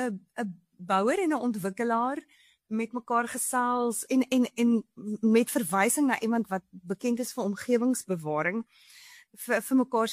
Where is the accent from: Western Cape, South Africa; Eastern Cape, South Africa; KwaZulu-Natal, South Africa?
Western Cape, South Africa; Bloubergstrand; now in Melkbosstrand, South Africa; Dit speel in 2018 af, so dis 'n hedendaagse verhaal in Bloubergstrand wat my Tuisdorp is nou woon in Melkbos, maar ek werk in Blouberg, dis maar my hartsplek.